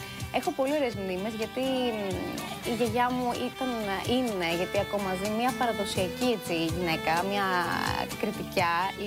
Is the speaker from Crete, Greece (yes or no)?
yes; Crete, Greece; Είναι καταπληκτικά εδώ στο χωριό μου, ε!